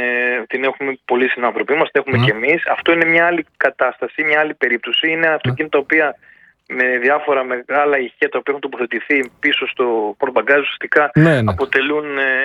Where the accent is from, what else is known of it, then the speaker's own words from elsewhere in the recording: Samos, North Aegean, Greece; now in Attica, Greece; στην πατρίδα, πατρίδα μου, τη Σάμου, το νησί μου, το οποίο περαγαπώ και πάρα πολύ ωραίο νησί.